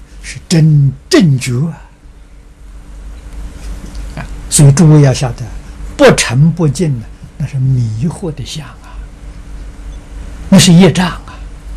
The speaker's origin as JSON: {"language": "Chinese", "country": "China", "said": "这一点，我们中国人不如外国人。"}